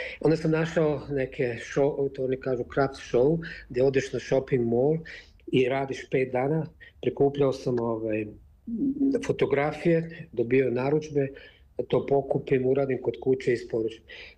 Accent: Bihać, Federation of Bosnia and Herzegovina, Bosnia & Herzegovina; ja sam ja rodom iz Bihaća, iz Bosne i Hercegovine

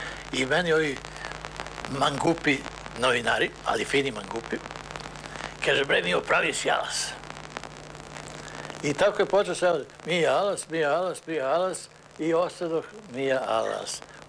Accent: Trstenik, Šumadija and Western Serbia, Serbia; also born or lived in Vrnjačka Banja; Kao mali sam u Trsteniku, u Vrinjačkoj Banji, bacao mreže i tako dalje, bubnjeve neke i tako.

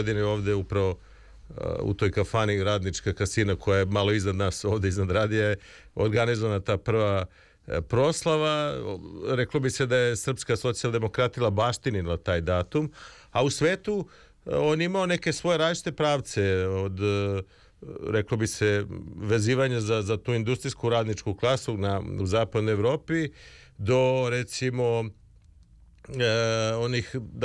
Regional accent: Belgrade, Serbia; Ja sam odrastao na Dušanovcu

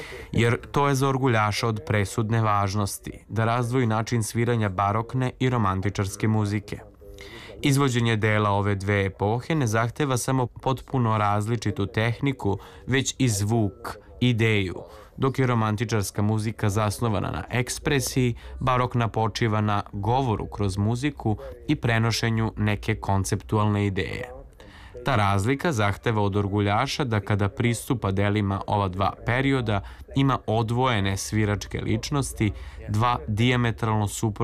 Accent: Gdańsk, Pomeranian Voivodeship, Poland; Serbian is a second language; U međuvremenu sam u obližnjoj crkvi u mom rodnom gradu Gdansku upoznao zvuk orgulja

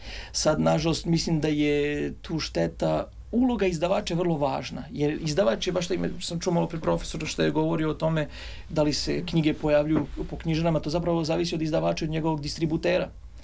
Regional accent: Serbia; Ja ću naravno kao neko koje je poreklom iz Srbije da predlažem srpske autore.

